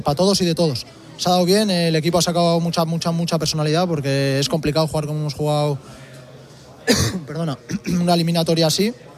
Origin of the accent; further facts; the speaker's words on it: Basque Country, Spain; Soy vasco. Sabes que soy vasco.